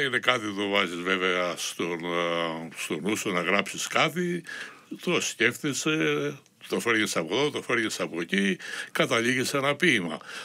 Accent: Greece; moved away as an adult; now in Melbourne, Australia; Αντιμετώπιζα λίγο πολλές δυσκολίες με την ανεργία, και αυτός ήταν και ο λόγος που έφυγα από την Ελλάδα.

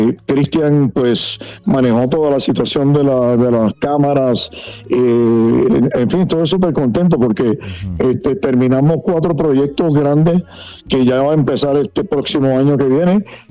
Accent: Guayama, Puerto Rico; moved away; Por los años que yo me crié allá en Guayama, Puerto Rico.

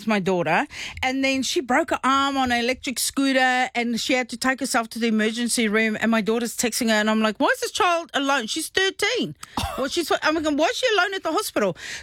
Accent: South Africa; now in New Zealand; so I'm South African, I've got a charcoal barbecue outside.

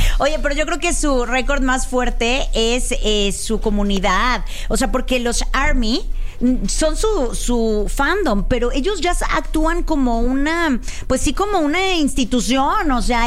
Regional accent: Veracruz, Mexico; Soy jarocha

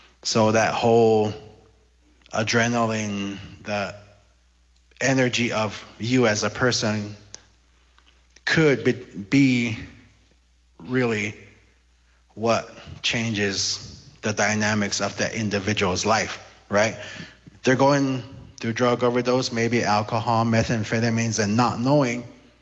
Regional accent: Zuni, New Mexico, United States; But I'm hoping that since we're all from Zuni, we know exactly where we are, right?

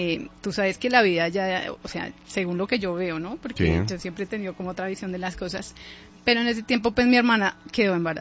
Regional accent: Garagoa, Boyacá, Colombia; now in Bogotá, Colombia; Bueno, yo soy de Boyacá, de Garagoa.

